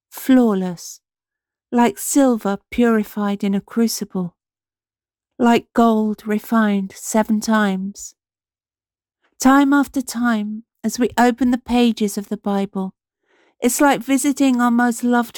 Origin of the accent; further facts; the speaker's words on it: East of England, United Kingdom; I'm from Cambridgeshire.